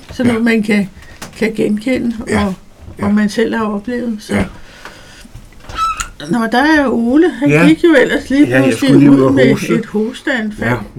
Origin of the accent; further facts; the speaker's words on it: Birkerød, Capital Region of Denmark, Denmark; selvom jeg ikke har haft min barndom i Rødovre, men i Birkerød